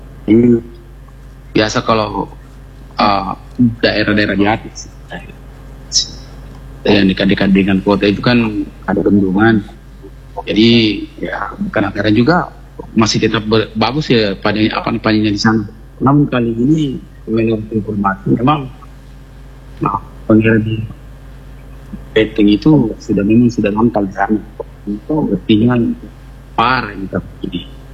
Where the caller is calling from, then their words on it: South Sulawesi, Indonesia; Di Kabupaten Pintrang, kalau di daerah saya di Kecamatan Lembang ini termasuk ya, kecamatan yang paling parah ya, karena di sini tidak dapat pengairan.